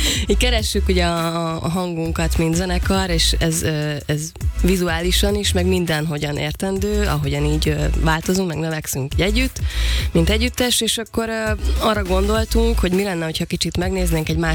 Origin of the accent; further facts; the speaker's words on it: Zsámbék, Pest, Hungary; Egyébként én is Zsámbékon nőttem föl